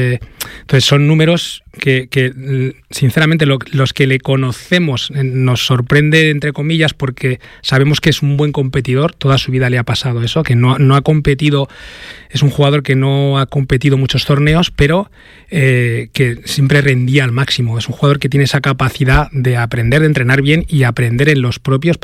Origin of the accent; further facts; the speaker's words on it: Leganés, Community of Madrid, Spain; da la coincidencia que también soy de Leganés, entonces le conozco, soy de Leganés